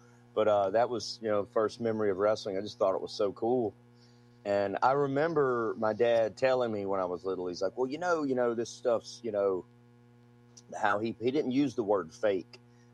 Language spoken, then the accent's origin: English; Mobile, Alabama, United States; I grew up, I'm from Mobile, Alabama, still based in Mobile, Alabama. But there's, you know, there's different little towns inside of Mobile. And when I was a kid, I grew up in a little area called Tanner Williams